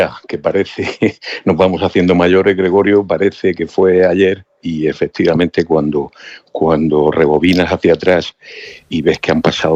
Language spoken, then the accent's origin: Spanish; Region of Murcia, Spain; un sentimiento de orgullo como murciano y como no como murcianista